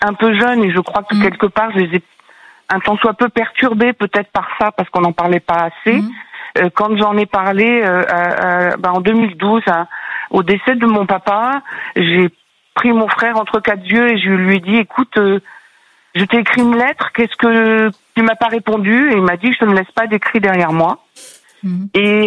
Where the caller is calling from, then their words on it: Brittany, France; Donc, j'habite en Bretagne. Mmh. J'ai 64, bientôt 65 ans.